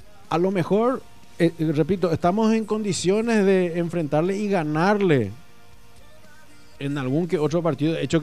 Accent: Paraguay; a nosotros los paraguayos, los mexicanos nos trozaron

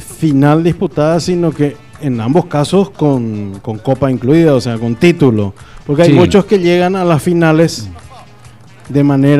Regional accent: Paraguay

